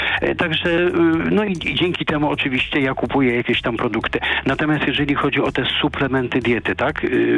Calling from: Warsaw, Masovian Voivodeship, Poland; z Warszawy dzwonię

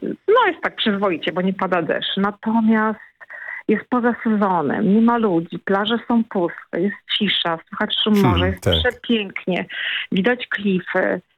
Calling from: Tricity, Pomeranian Voivodeship, Poland; jestem z Trójmiasta

